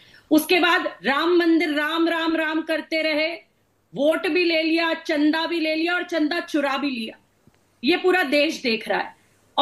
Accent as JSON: {"language": "Hindi", "region": "Uttar Pradesh", "country": "India", "said": "हम यूपी से आते हैं"}